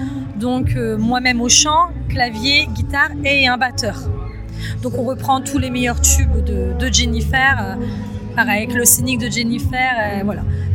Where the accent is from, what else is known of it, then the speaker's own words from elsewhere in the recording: Hauts-de-France, France; On est du Pas-de-Calais, oui.